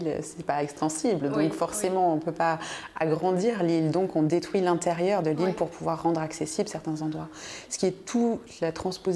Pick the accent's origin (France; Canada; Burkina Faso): France; Auvergne-Rhône-Alpes; ce sont des oiseaux qu'on n'a pas nous, chez nous, en France, dans la Drôme, dans l'Ardèche.